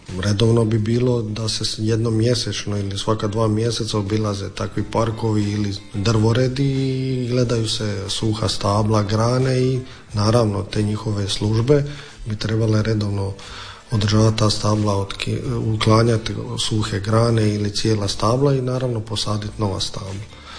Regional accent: Dalmatia, Croatia; Dobro, kod nas u Dalmaciji

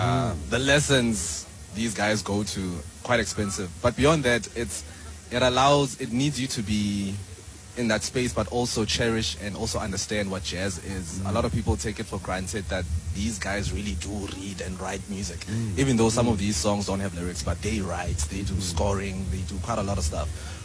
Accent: Johannesburg, Gauteng, South Africa; Yeah, I mean, we're from Joburg. We started in Joburg around Bram.

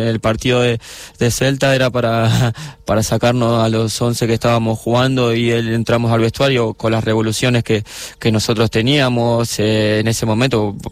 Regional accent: Argentina; now in Vitoria, Spain; yo soy de Argentina

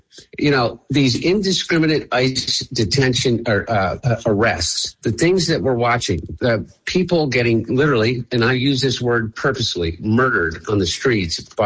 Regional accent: United States; Look, I'm an American.

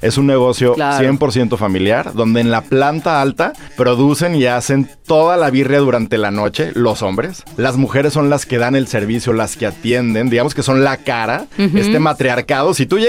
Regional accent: Mexico

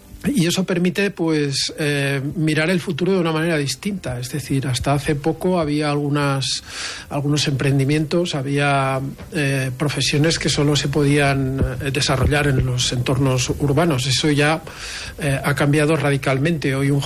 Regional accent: Pyrenees, Spain; Bueno, pues Jaca siempre ha sido, yo que soy del Pirineo también, ¿verdad?

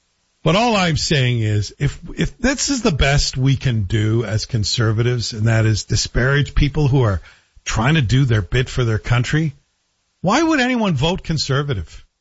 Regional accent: Canada; I just wanted to be there as a Canadian

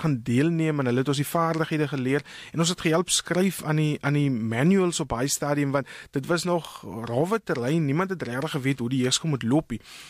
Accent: Port Nolloth, Northern Cape, South Africa; ek het groot geword op die platteland, dorp met naam van Port Nollet. En ja, baie van my familie was in landbou gewees, hulle het geboer, my oupa het geboer, my ouma het geboer.

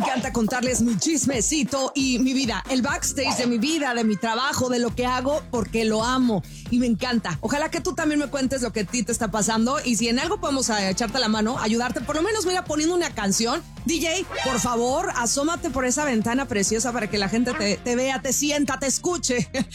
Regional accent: Mazatlán, Sinaloa, Mexico; A mí, que yo soy mazatleca, se me figuraba mucho al principio como la banda de viento. ¿Se acuerdan que antes en los carnavales, bueno, yo que soy de Mazatlán, era la música de viento?

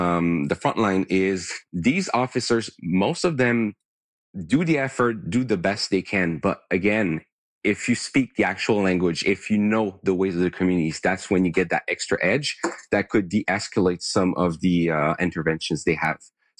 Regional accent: Wendake, Quebec, Canada; I'm from Wendake. So Wendake is an Indigenous community within the city of Quebec.

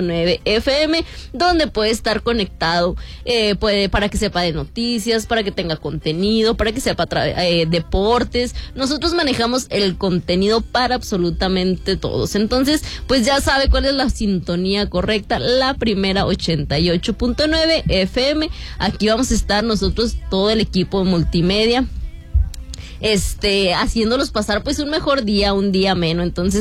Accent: Mexico

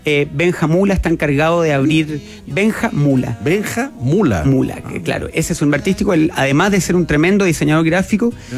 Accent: Santiago, Santiago Metropolitan Region, Chile; moved away as an adult; now in Maitencillo, Chile; Yo soy de Santiago y en pandemia fui a vivir allá.

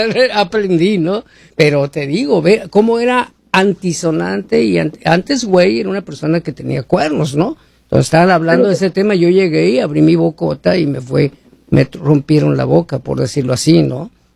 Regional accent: Sonora, Mexico; moved away; soy de Sonora y tú sabes la boca que tenemos los sonorenses

